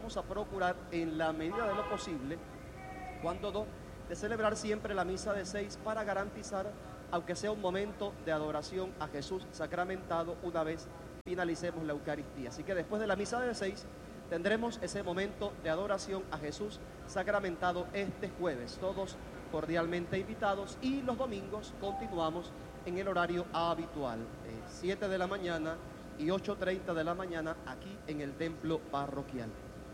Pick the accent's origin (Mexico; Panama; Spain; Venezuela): Panama; Agua Buena, Los Santos; Soy oriundo de una comunidad vecina de aquí del distrito de Macaracas, soy oriundo de Aguabuena de los Santos